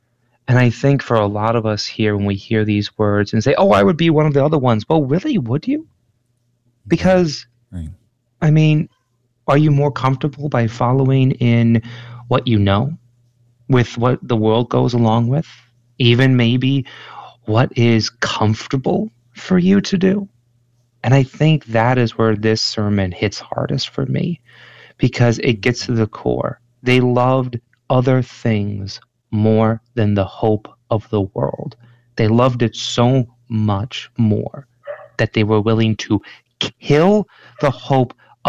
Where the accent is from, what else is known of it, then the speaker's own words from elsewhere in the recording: Michigan, United States; I'm from Michigan, so my accent, have an accent.